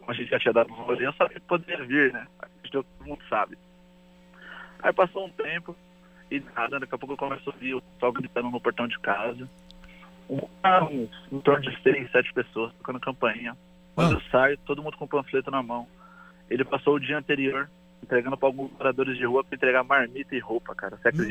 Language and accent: Portuguese; Caieiras, São Paulo, Brazil; sou de Caíras.